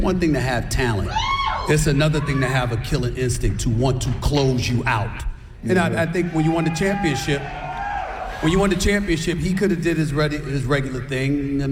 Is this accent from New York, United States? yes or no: yes; New York, United States; I'm born and raised in New York.